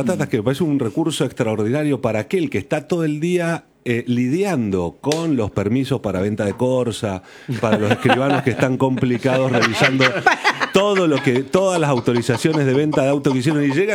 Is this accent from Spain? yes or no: no; Mendoza, Argentina; A mí me costó muchísimo como mendocino comer todo lo que venga de mar.